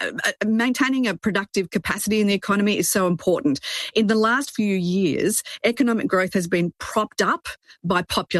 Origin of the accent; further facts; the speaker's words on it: Melbourne, Victoria, Australia; my hometown of Melbourne